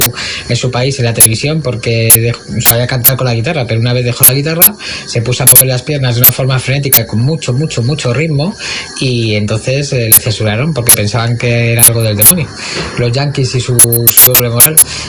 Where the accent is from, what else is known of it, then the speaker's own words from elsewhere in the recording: Madrid, Community of Madrid, Spain; Hola, buenas … de Madrid.